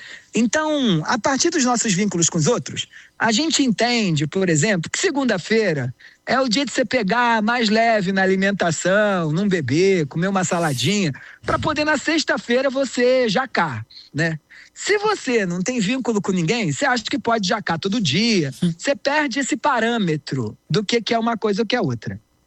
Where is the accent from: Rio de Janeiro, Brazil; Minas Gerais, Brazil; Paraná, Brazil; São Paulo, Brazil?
Rio de Janeiro, Brazil; E eu venho de uma cidade, né? Eu sou carioca. Uhum. Eu venho de uma cidade onde os amigos são compartimentados, assim.